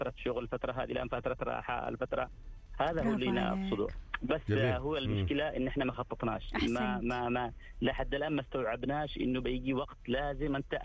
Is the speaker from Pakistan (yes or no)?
no; Saudi Arabia; عمري يعني ما انا سعودي.